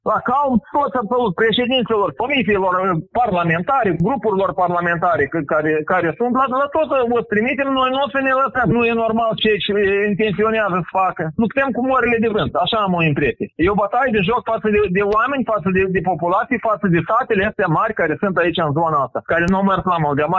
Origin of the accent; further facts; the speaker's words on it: Fetești, Edineț District, Moldova; eu sunt un patriot adevărat al satului Fetești